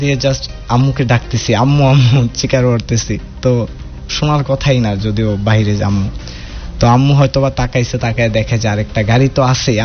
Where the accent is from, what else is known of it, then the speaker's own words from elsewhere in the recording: Narayanganj, Dhaka Division, Bangladesh; also born or lived in Mymensingh; তো আমি মাইনসিং থেকে বিলং করি, আর ছোটবেলা থেকে বেড়ে ওঠা নারায়ণগঞ্জে আমার আব্বুর জব পারপাসের কারণে আর কি।